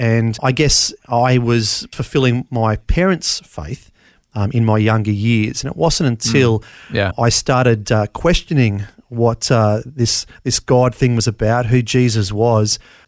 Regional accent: Brisbane, Queensland, Australia; born there; So I was born in Bris Vegas, keeping the … theme. Brisbane, Queensland, like most people in the 70s and 80s, born in the Mater Hospital.

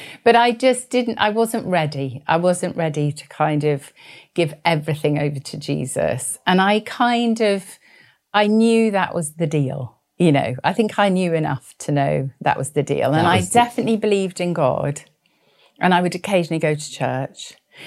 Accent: London, United Kingdom; born there; also born or lived in New York State; I grew up in Wimbledon.

